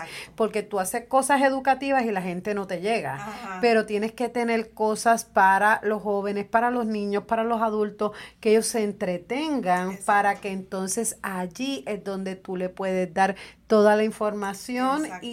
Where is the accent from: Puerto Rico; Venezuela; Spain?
Puerto Rico; now in United States; por lo menos en Puerto Rico, de donde yo soy.